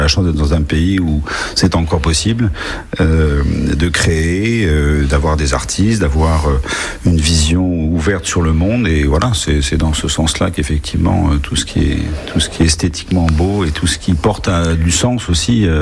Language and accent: French; Grand Est, France; also born or lived in Montpellier; Je suis né à Montpellier en juin 67 parce que mon père faisait ses études de et il était à la fin de ses études et nous avons déménagé à la fin de l'année 67 en Champagne, donc j'ai connu Montpellier mais en très très très jeune.